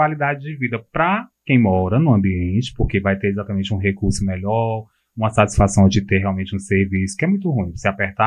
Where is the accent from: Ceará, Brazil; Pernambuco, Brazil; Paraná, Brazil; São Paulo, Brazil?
Ceará, Brazil; Fortaleza; É igual o Conjunto Ceará, onde eu nasci. Nasci e me criei.